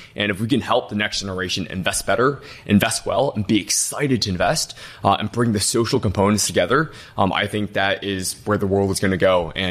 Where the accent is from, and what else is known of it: Detroit, Michigan, United States; born or raised there